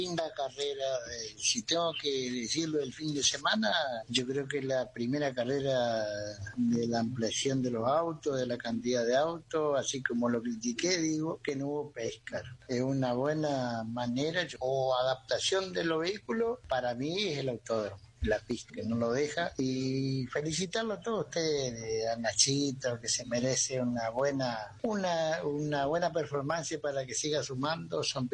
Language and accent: Spanish; Monte Caseros, Corrientes, Argentina; soy de Montecasero Corrientes